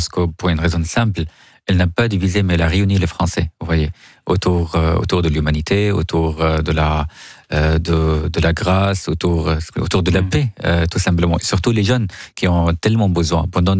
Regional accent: France; en tant que Français d'origine syrienne et musulmane. Alors, je suis athée, mais je suis d'origine musulmane.

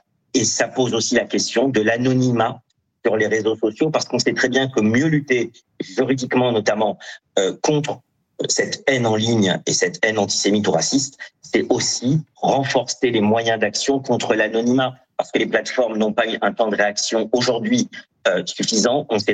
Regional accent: France; celle qu'on vit aujourd'hui même chez nous en France

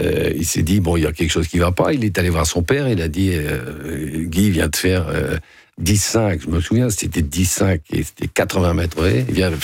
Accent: Hauts-de-France, France; Je suis du Nord, hein.

